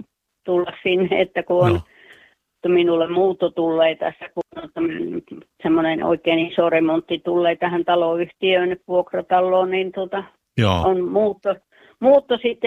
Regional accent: Juuka, North Karelia, Finland; Sieltä Pohjois-Karjalasta Juuasta.

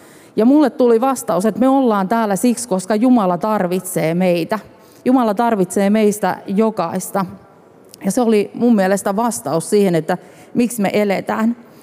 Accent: Ostrobothnia, Finland; mä kasvoin ruotsinkielisellä Pohjanmaalla. Erilaisten kirkkokuntien, seurakuntien ympäröimänä.

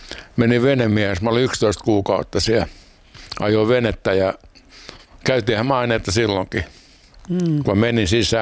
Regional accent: Helsinki, Uusimaa, Finland; born there; mä oon syntynyt Helsingissä.

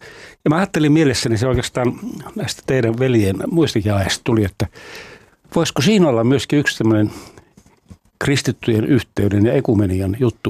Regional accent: Lapland, Finland; Että kun ennen tehtiin esimerkiksi Kemijokivarteen, mistä mä kotoisin, niin tehtiin kappeleita joka puolella.

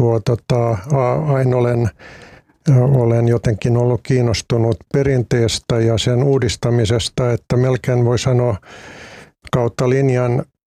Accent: Salo, Southwest Finland, Finland; Finnish is a second language; also born or lived in Helsinki / Turku; minut adoptoitiin vuoden vanhana ja siirryn sitten Helsingistä asumaan tuonne nykyistä Saloa edustava. Se oli silloin vielä Halikkoa Salosta vähän Turkuun päin olevaan maatilaan asumaan ja sitten kävin vähän aikaa ruotsinkielistä kansakoulua Turussa, kun en osannut suomea paljonkaan

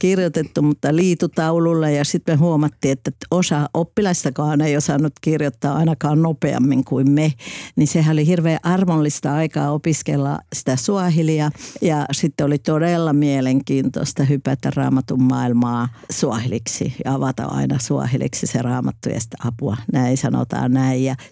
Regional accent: Kilimanjaro, Tanzania; now in Finland; Kaikki kysyy, mistä mä oon kotosi, niin mä sanoin, että made in Kilimanjaro.

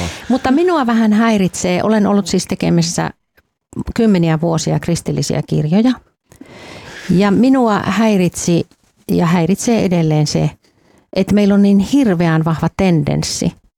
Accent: Helsinki, Uusimaa, Finland; mä aina olen helsinkiläinen.

